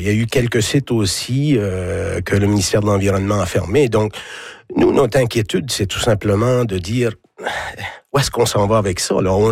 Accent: Cap-Pelé, New Brunswick, Canada; C'est particulier pour moi, là. Je suis originaire de Capelé. Mon père était beaucoup

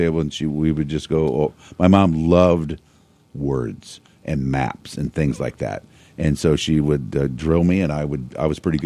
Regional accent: Pekin, Illinois, United States; I grew up around A&W, Cranwell's A&W in Pekin, and it was my hometown.

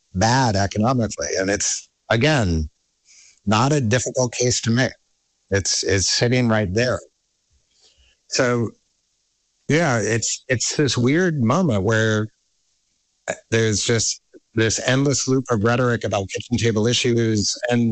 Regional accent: Iowa, United States; the farm economy, the economy I grew up in Eastern Iowa.

